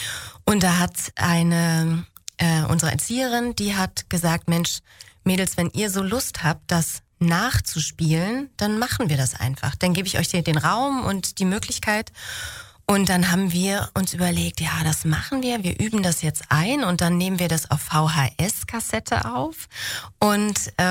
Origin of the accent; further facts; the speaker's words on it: Spandau, Berlin, Germany; als ich in Potsdam studiert habe und ich dann gesagt habe, dass ich aus Spandau komme